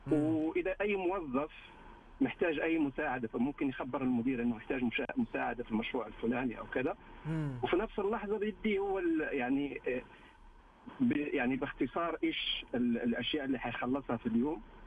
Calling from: Jeddah, Makkah Province, Saudi Arabia

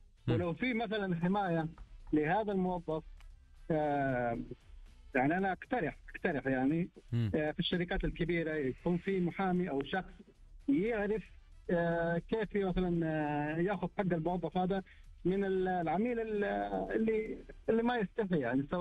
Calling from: Jazan, Jazan Province, Saudi Arabia

